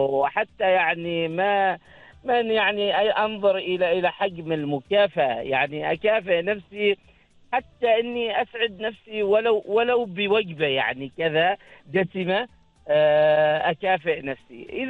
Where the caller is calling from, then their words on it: Bidbid, Ad Dakhiliyah, Oman; من نفعة ولا يتبدبد